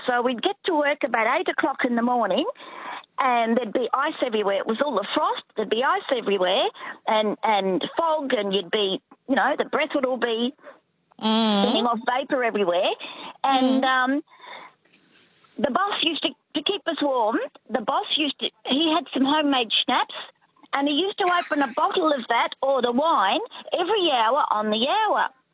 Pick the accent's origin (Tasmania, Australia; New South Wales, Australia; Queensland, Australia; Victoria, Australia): Victoria, Australia; Ballarat; also born or lived in Indonesia; I grew up in Ballarat, but I grew up with an intolerance of the cold. I've escaped it. I've escaped it. And I lived in Indonesia for 5 years.